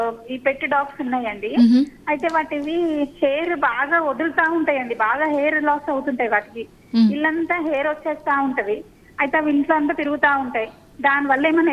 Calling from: Hyderabad, Telangana, India; నేను హైదరాబాద్ నుంచి మాట్లాడుతున్నాను

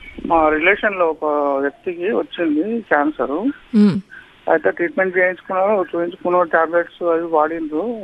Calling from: Hyderabad, Telangana, India; నేను హైదరాబాద్ నుంచి షామ్నాపూర్.

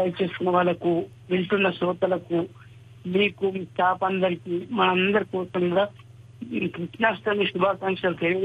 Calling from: Ummeda, Telangana, India; నిజామాబాద్ జిల్లా ఉమ్మడి నుండి

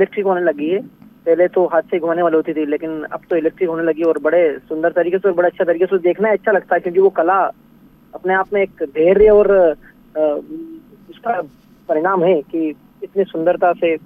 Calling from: Madhya Pradesh, India; ग्राम लोध तहसील तराना से बोल रहा हूँ।

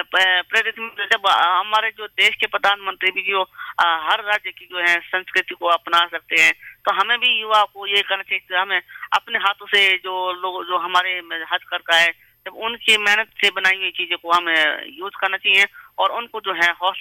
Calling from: Kotkhai, Himachal Pradesh, India; हमारे जो है कोटखाई क्षेत्र में

